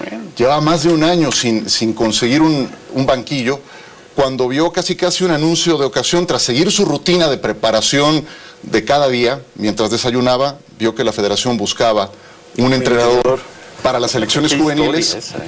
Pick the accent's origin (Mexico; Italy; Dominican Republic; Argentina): Mexico; el mensaje con el que yo me quedaré es cómo fue capaz de unirnos como mexicanos.